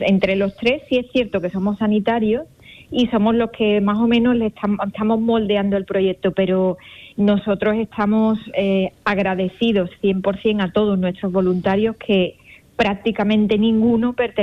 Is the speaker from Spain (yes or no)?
yes; Cádiz, Andalusia, Spain; somos de Cádiz